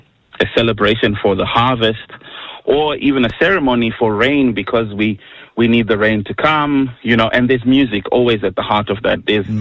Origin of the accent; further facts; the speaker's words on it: Zimbabwe; growing up in Zimbabwe, you have quite a big celebration of traditional music.